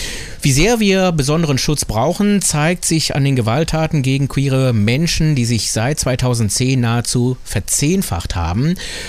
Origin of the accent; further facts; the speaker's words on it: Hamburg, Germany; ein Glück, dass ich mit Hamburg eine Stadt, meine Heimat nennen kann, die mein offenes Leben trägt.